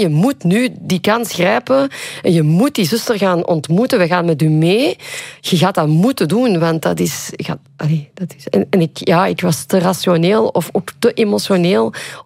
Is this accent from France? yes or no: no; Flanders, Belgium; moved away as an adult; also born or lived in Patna, India; Limburgse klei, om het zo te zeggen. En dan misschien ook een beetje uit India. Maar vooral, ik ben opgegroeid in Limburg en ik woon nu in de grote of naast de grote stad. En ik heb heel veel liefde voor waar ik ben opgegroeid.